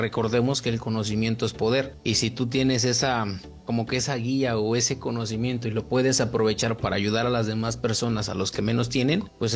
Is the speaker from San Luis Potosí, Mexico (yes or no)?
no; Huejutla, Hidalgo, Mexico; Soy originario de Huejutla, lo mencionaba, parte de la Huasteca hidalguense, una región caracterizada por su cultura y además muy rica en talentos diversos, en gastronomía, música, entre otros.